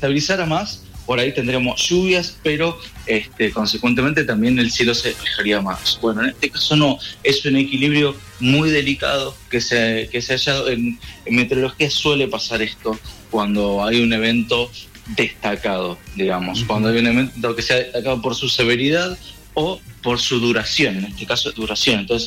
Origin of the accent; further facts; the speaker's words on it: Buenos Aires, Argentina; En Buenos Aires, de donde vengo, uno está más acostumbrado a eso, pero en este caso no.